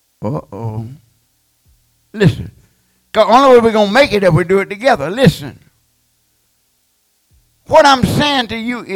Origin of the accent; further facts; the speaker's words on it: Georgia, United States; See, I come from Georgia.